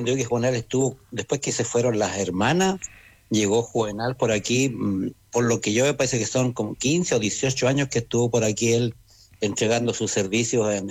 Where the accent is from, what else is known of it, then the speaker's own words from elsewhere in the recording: Constitución, Maule, Chile; moved away as an adult; now in Coyhaique, Chile; soy de Constitución. Esto está en la séptima región de Talca hacia la costa, 120 kilómetros hacia la costa. De ahí vengo, soy papá de 3 hijos, 4 nietos, y llegué aquí a trabajar, a ofrecer mi servicio aquí a la Patagonia